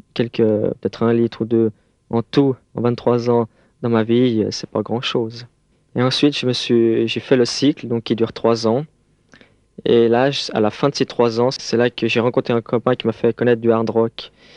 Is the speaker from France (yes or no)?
no; Geneva, Switzerland; Je suis né à Genève il y a 23 ans avec des copains, on a formé une bande et on a commencé à semer un peu le désordre un peu partout dans la ville de Genève.